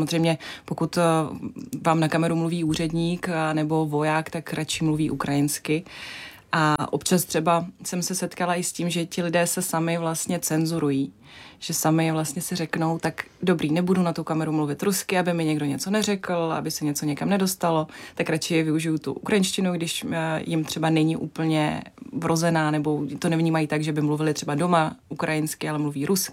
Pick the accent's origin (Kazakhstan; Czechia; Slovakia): Kazakhstan; first language Russian; Czech is a second language; moved away; jsem původem z Kazachstánu, že jsem rodila vlastně ruskojazyčná, že ukrajinsky nemluvím, i když rozumím